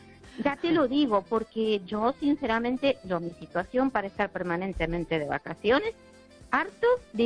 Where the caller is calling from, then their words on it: Ourense, Galicia, Spain; de Orense.